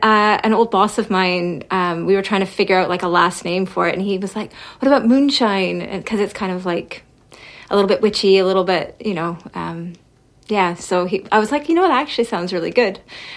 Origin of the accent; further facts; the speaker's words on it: Canada; now in Scotland, United Kingdom; I've been living in Scotland for about 14 years now, but I'm from Canada